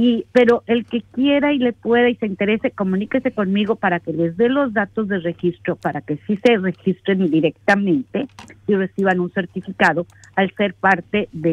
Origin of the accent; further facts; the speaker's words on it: Mexico; como buena mexicana sabemos que es la Universidad Nacional de México.